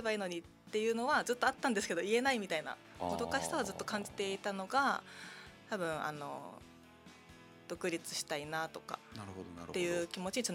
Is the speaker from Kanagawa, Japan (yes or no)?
no; Okinawa, Japan; 生まれも育ちも